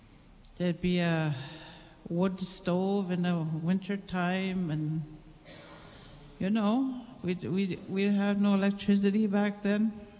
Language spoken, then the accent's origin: English; Canada; first language Cree; English is a second language; That was my first language. It was English is something that I had, a language that I had to learn when I went to a residential school.